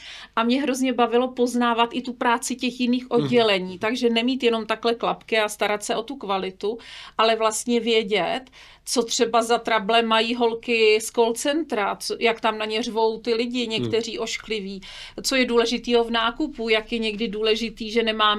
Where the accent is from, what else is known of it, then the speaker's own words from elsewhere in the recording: Studená, South Bohemian Region, Czechia; Tak já jsem Jihočeška, já pocházím ze Studené, což je u Jindřichova Hradce.